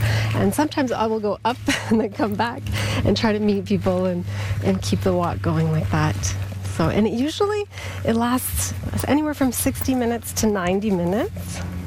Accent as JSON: {"language": "English", "town": "Ayer's Cliff", "region": "Quebec", "country": "Canada", "said": "I come from Ayers Cliff. I live in Ayers Cliff."}